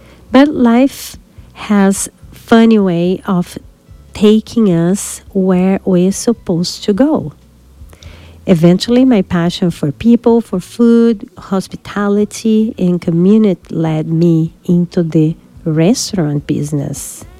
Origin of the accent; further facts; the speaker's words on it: São Paulo, Brazil; accent: Brazilian; English is a second language; moved away as an adult; now in Chico, United States; I was born in São Paulo, Brazil. Brazil gave me my culture, my accent, my love of food, music, family, and gathering people around the table.